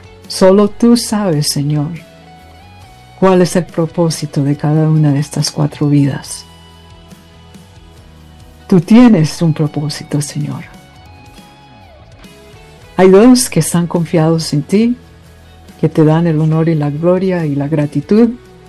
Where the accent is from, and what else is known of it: Colombia